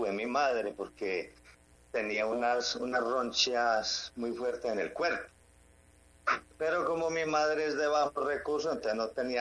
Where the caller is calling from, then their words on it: El Águila, Valle del Cauca, Colombia; Del Águila Valle